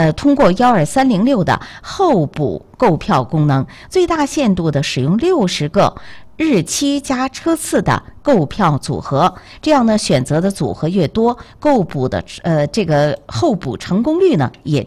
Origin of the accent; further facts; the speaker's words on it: Jinzhou, Liaoning, China; 当然在我们家乡锦州这边土地上听到我们的节目呢，我会觉得咱们呢彼此呢离得更近是吧